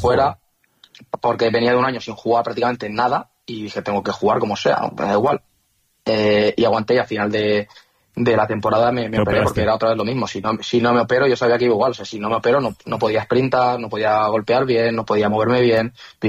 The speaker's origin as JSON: {"language": "Spanish", "town": "Valencia", "region": "Valencian Community", "country": "Spain", "said": "Que mucha gente te piensa que soy de Cullera, pero soy de Valencia."}